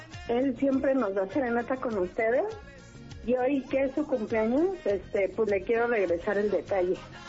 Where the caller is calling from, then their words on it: Toluca, State of Mexico, Mexico; Desde Toluca.